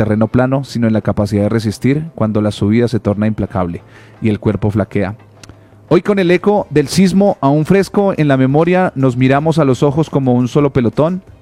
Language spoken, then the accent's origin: Spanish; Colombia; sino en la capacidad de resistir, como siempre lo hemos hecho como colombianos.